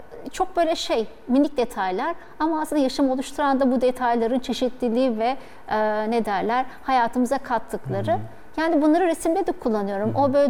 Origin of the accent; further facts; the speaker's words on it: Bozcaada, Çanakkale, Turkey; Ya ben orada doğdum, büyüdüm. İşte ailenin üçüncü kuşağıyım. Çocuklarım da Bozcaadalı değil ama orada büyüyorlar.